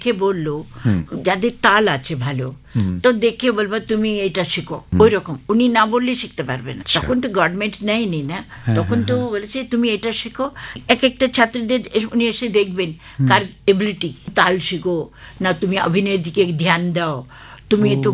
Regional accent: Manjeri, Kerala, India; born there; moved away; আমার কেরালায়, কেরালা মাঞ্জেরি বলে ডিস্ট্রিক্ট।

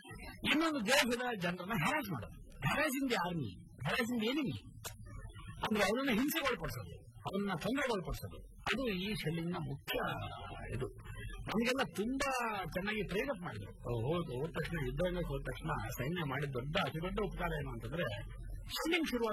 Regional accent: South India, India; now in Bangalore, India; ನಾನು ಬೆಂಗಳೂರಿಂದ ಬಂದಿದ್ದೀನಿ, ಆಮೇಲೆ ಸೌತ್ ಇಂಡಿಯನ್

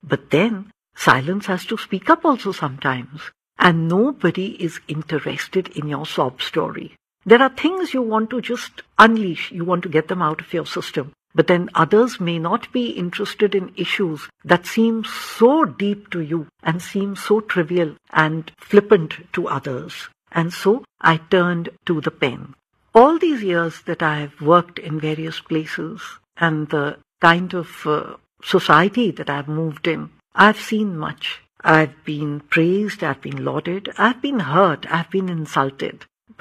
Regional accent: Delhi, India; I was born and brought up in Delhi. And I came to All India Radio when I was just 13.

